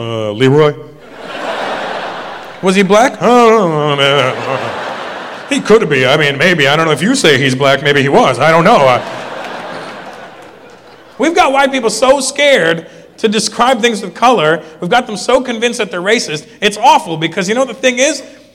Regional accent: India; "Hey, you're from India? I'm from India. What part?"

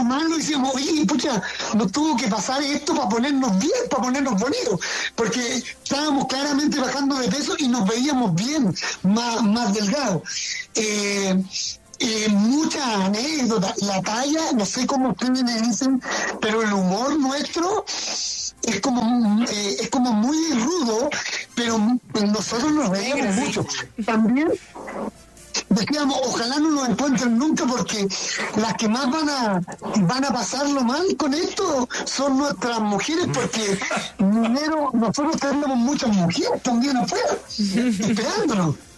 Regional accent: Chile; éramos 32 mineros chilenos y un minero boliviano.

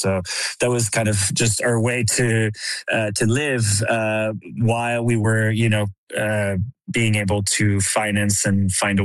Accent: Quebec, Canada; just growing up in Quebec and with the understanding of like First Nation and then, you know, kind of like two colonial powers kind of taking over after

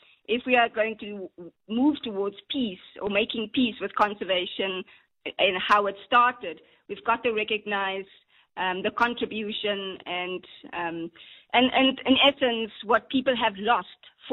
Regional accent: Northern Cape, South Africa; my heritage is from Namaqualand. I'm from the Namaqua people.

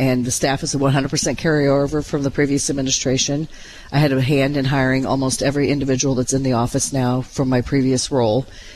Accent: Clayton, Illinois, United States; moved away as an adult; also born or lived in Springfield, Illinois; now in Rochester, United States; I'm from the Quincy area. I'm actually from Clayton, Illinois.

